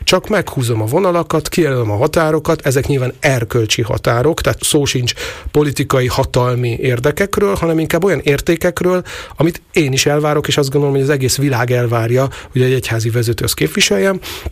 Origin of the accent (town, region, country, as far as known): Hungary